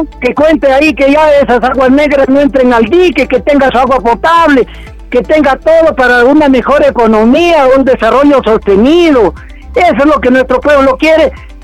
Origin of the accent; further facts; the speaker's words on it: Carabamba, La Libertad, Peru; nosotros los carabambinos